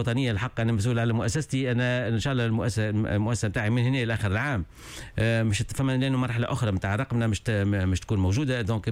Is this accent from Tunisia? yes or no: yes; Tunisia; الخبره عندنا في تونس هنا موجوده